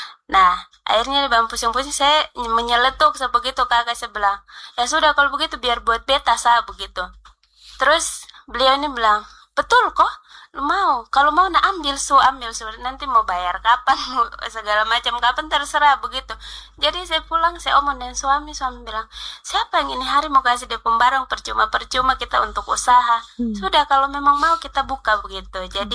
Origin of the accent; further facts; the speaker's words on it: Eastern Indonesia, Indonesia; saya memang orang Timur